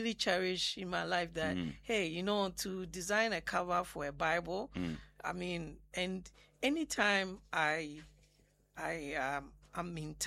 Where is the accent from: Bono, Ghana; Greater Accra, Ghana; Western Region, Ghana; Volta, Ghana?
Western Region, Ghana; Sekondi; born there; I was born in Sekendi, not from, let's say, well-to-do family.